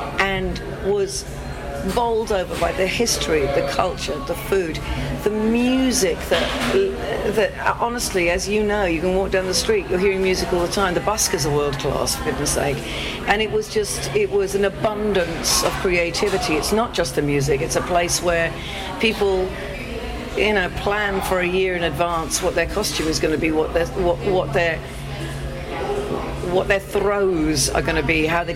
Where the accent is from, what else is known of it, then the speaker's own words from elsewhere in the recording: Wales, United Kingdom; also born or lived in Los Angeles; now in New Orleans, United States; otherwise I'm Welsh